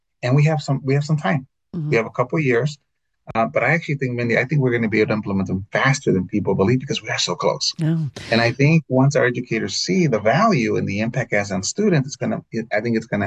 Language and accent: English; Illinois, United States; born or raised there; also born or lived in Texas / Nevada; now in Massachusetts, United States